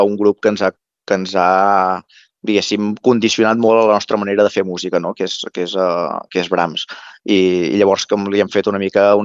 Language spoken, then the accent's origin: Catalan; Berga, Catalonia, Spain; Els 4 membres del grup … som de Berga, del Berguedà